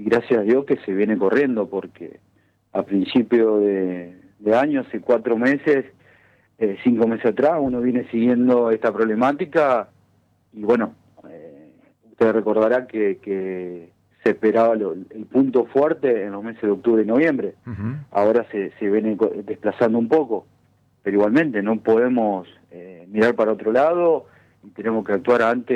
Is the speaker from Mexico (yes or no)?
no; Argentina; yo soy un presidente joven, nacido, nativo de mi pueblo, que estoy peleando por recuperarlo